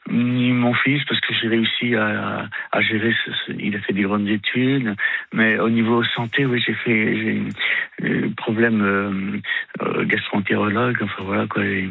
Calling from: Nantes, Pays de la Loire, France; je suis sur Nantes

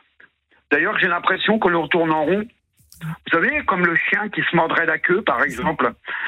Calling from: Beauvais, Hauts-de-France, France; j'habite à Beauvais.

